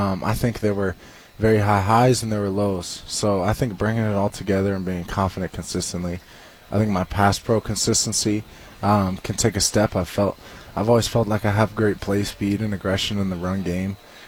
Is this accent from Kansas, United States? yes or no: yes; Lawrence, Kansas, United States; like right in my hometown